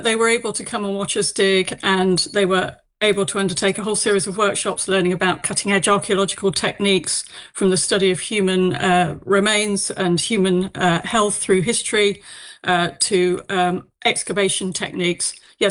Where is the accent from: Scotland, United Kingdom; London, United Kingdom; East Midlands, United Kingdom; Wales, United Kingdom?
East Midlands, United Kingdom; I grew up in Northamptonshire, so it's a really special place for me.